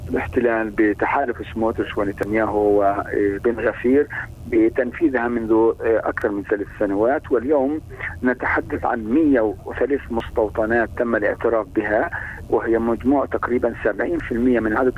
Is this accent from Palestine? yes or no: yes; Palestine; نحن اليوم كفلسطينيين